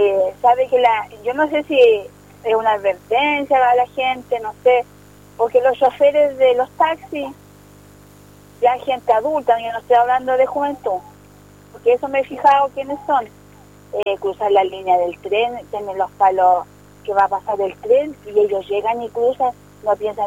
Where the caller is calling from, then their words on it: Coronel, Biobío, Chile; Mire, yo soy de Coronel y prácticamente la semana viajo de Coronel a Galilea.